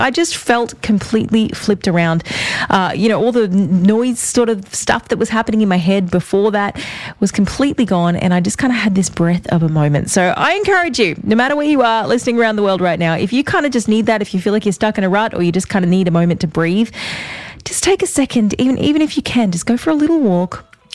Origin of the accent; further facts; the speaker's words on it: Beachmere, Queensland, Australia; moved away; So I'm currently in my hometown in Beachmere, which is a very small coastal Australian town. It's so, so small, but I've had so much of my life here. Even when I've moved away and kind of come back